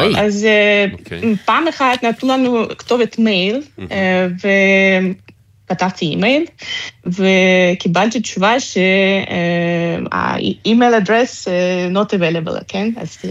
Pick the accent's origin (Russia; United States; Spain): Russia; also born or lived in Israel; now in Nuremberg, Germany